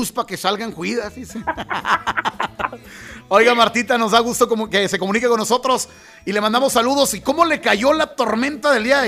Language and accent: Spanish; Mexico; somos mexicanos